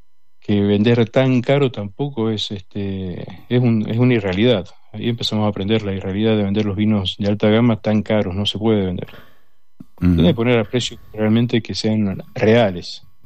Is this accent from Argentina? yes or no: yes; Argentina; born there; en Argentina hace muchos años que existo acá, nací en Argentina.